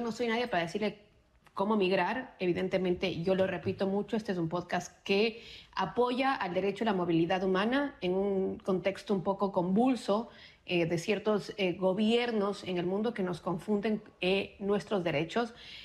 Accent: Ecuador; moved away; tenido como esta catarsis migrante, pero también como periodista, primero por la situación que pasa en mi país con respecto a los periodistas que están siendo perseguidos, silenciados, un momento muy oscuro para el periodismo en Ecuador particularmente

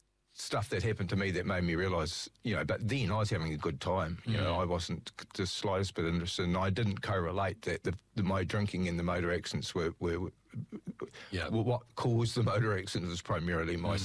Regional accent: Christchurch, Canterbury, New Zealand; Yep, I grew up on Linwood Ave in Christchurch, and what I would consider to be a pretty normal working class family.

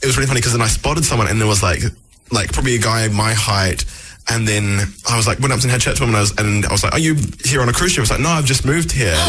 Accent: Jamaica; now in New Zealand; as proud as I am as a Jamaican

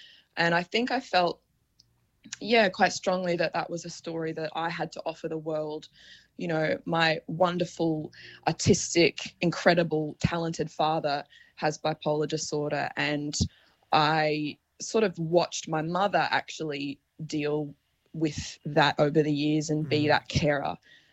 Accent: Wollongong, New South Wales, Australia; in Wollongong, my hometown where I grew up

